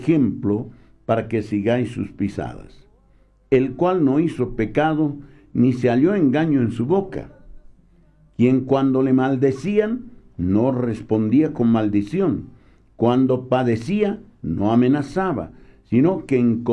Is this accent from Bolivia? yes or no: yes; Bolivia; lo que decimos en el oriente boliviano